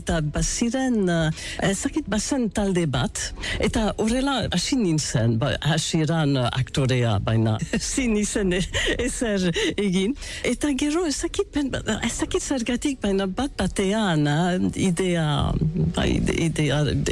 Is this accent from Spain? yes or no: no; Ciboure, Nouvelle-Aquitaine, France; Basque is a second language; moved away; also born or lived in New York, United States / London, United Kingdom; eta bo, New Yorken jaio nintzen, baina txikitan Ziburura joan nintzen, burasoekin, eta haiek Ziburun bizi ziren, urte asko, amar urte, gora bera, eta Ziburuko eskolara joan nintzen